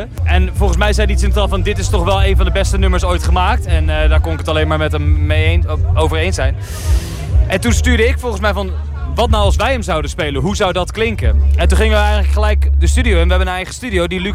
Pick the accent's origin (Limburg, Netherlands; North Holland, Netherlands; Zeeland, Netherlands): Zeeland, Netherlands; Walcheren; Ja. Precies. We zitten nu in Zeeuws-Vlaanderen en wij komen van Walcheren.